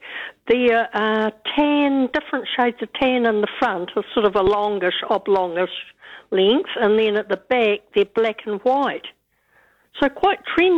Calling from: Christchurch, Canterbury, New Zealand

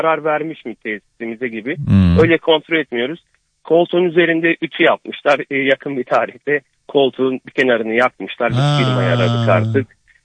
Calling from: Antalya, Turkey; Antalya Kerber'den arıyorum.

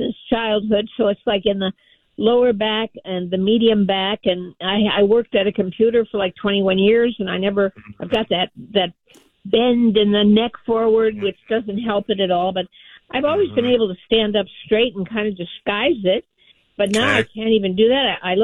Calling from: Burbank, California, United States; I'm from Burbank, right?

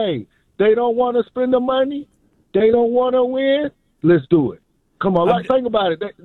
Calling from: Atlanta, Georgia, United States; I'm from Atlanta

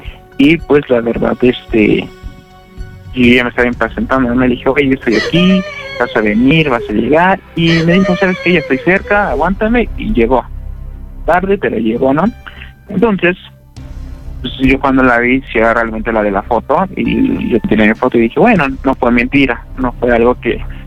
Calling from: Puebla, Mexico; voy a decir que soy del estado de Puebla.

